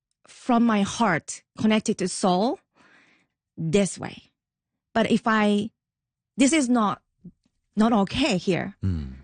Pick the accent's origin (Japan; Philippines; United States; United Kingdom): Japan; English is a second language; I'm from Japan and like there's a storytelling happening in the beginning, but that's real my story.